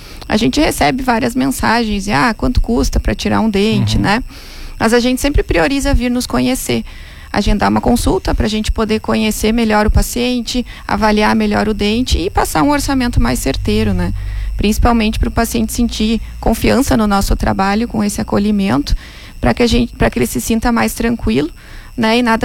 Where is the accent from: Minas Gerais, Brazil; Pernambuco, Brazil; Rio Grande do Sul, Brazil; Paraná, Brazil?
Rio Grande do Sul, Brazil; Cachoeira do Sul; moved away; also born or lived in Porto Alegre; Eu sou natural de Cachoeira do Sul.